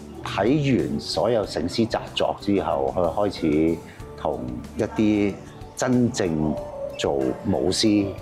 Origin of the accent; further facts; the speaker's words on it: Lingnan, China; 佢係團結咗我哋中國人嘅。咁我覺得佢哋每一個口號、每一個動作都代表緊我哋南方人也好啊，嶺南人也好啊，包括我哋。